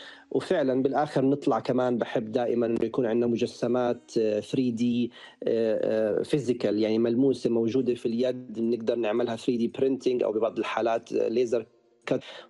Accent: Jordan; يعني عادة إحنا عندنا في الأردن دراسة هندسة العمارة 5 سنين

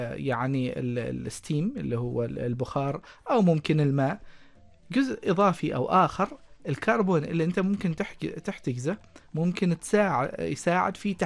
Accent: Oman

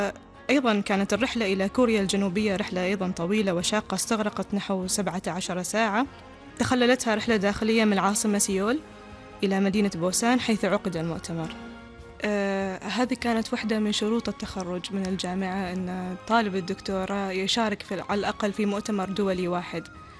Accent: Oman; أنا كنت الوحيدة من سلطنة عمان

